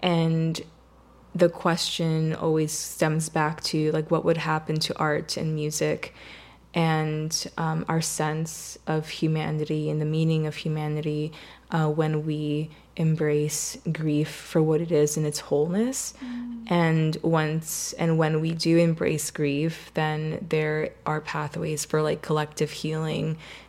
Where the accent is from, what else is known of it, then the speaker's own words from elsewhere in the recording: Puerto Rico; I'm from Puerto Rico, and in Puerto Rico, like our indigenous nation is Taíno, which is also part of my ancestry and my heritage.